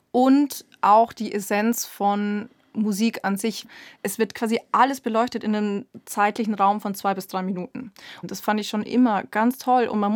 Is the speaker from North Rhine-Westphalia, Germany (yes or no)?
no; Straubing, Bavaria, Germany; moved away; ich bin gebürtige Straubingerin. Ich bin dort aufgewachsen, bin dort groß geworden. Und ich bin da auch einfach immer noch im Herzen daheim und bin da auch grundsätzlich sehr gerne.